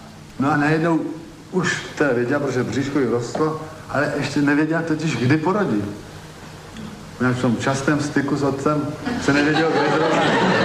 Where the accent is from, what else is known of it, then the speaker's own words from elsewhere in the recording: Vizovice, Zlín Region, Czechia; born there; Vizovice jsou mé rodiště. Kdybych se narodil v Praze nebo v Paříži, byla by pro mě Paříž nebo Praha Vizovicemi. Ano, tam jsem se narodil.